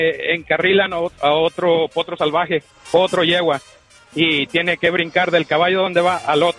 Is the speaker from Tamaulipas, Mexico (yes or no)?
yes; Matamoros, Tamaulipas, Mexico; yo soy nacido y criado en Matamoros.